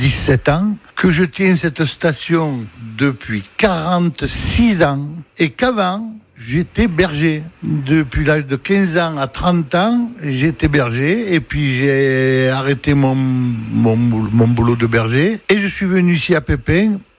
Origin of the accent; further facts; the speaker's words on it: Arles, Provence-Alpes-Côte d'Azur, France; born there; Je suis né à Arles